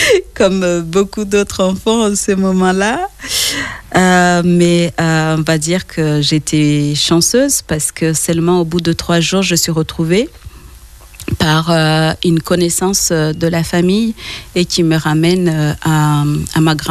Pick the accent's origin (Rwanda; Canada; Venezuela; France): Rwanda; moved away; also born or lived in Benin; Oui, en tant que Rwandaise, on a une difficulté entre le R et le L.